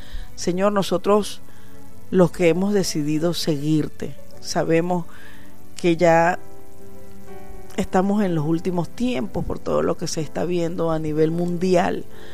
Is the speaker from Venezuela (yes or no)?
yes; Venezuela; Yo soy muy latina, muy venezolana criolla.